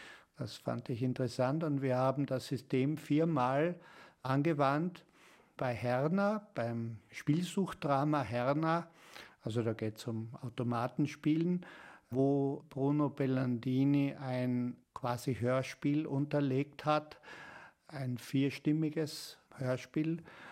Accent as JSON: {"language": "German", "town": "Kötschach-Mauthen", "region": "Carinthia", "country": "Austria", "said": "dass ich in Kötschaf-Mauthen in Kärnten, wo ich herkomme, der Erbe meiner Tante bin."}